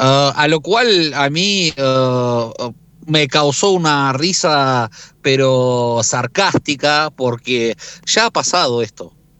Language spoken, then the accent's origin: Spanish; Kharkiv, Kharkiv Oblast, Ukraine; moved away; en mi ciudad natal, Kharkiv